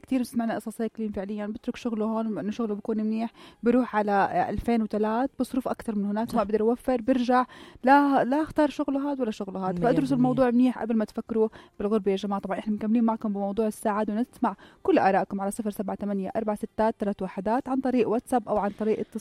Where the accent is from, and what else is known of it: Jordan